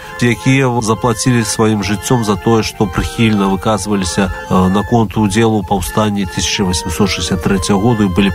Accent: Grodno Region, Belarus; Асоба Валеры Рублеўскага вельмі блізкая нам, гарадзенцам, і нам, шучынцам. Я паходжу з Шушынскага раёну і хачу сказаць, што ў дзяцінстве часта бываў у мясцовасці Жалудок

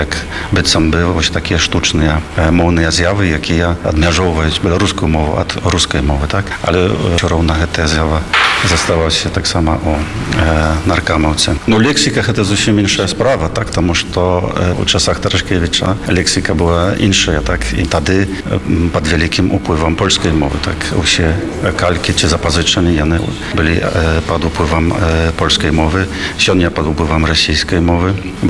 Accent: Warsaw, Masovian Voivodeship, Poland; born there; Belarusian is a second language; Я сябе адчуваю беларусам. Я нарадзіўся ў Варшаве, але вельмі шмат часу правёў з беларусамі.

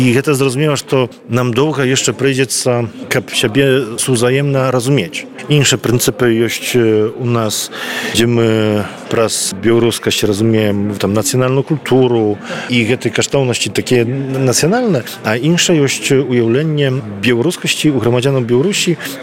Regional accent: Podlaskie Voivodeship, Poland; мы тут на Белосточыне існуем, мы таксама беларусы

